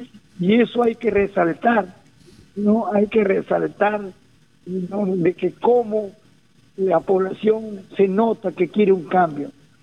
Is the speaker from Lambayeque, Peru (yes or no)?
yes; Olmos, Lambayeque, Peru; todo mi pueblo de Olmos